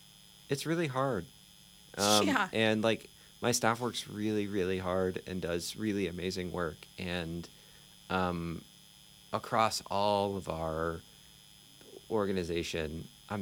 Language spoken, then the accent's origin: English; Lexington, United States; I grew up here in Lexington, and I've built a lot of my personal identity around trying to contribute back to this place. And I'm approaching 40.